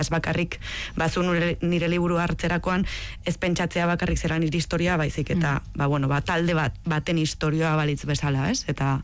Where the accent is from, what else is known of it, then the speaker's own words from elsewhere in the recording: Lodosa, Navarre, Spain; Nafarroako bertako bizimoduak, adibidez nire Lodosakoa naiz